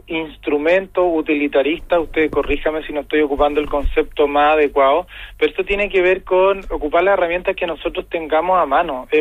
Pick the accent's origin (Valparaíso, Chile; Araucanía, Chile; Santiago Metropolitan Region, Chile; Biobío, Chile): Valparaíso, Chile; yo soy del Cerro Rocuán